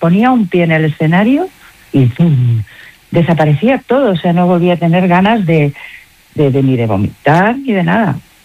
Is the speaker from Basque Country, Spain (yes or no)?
no; Madrid, Community of Madrid, Spain; also born or lived in Saldaña, Palencia; de donde soy de verdad, donde yo me he construido, fue en Madrid, que he estado allí 43 años viviendo.